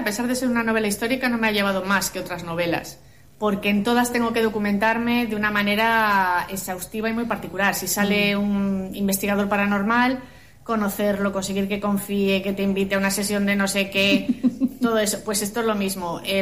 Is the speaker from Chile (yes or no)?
no; Galicia, Spain; yo desconocía como gallega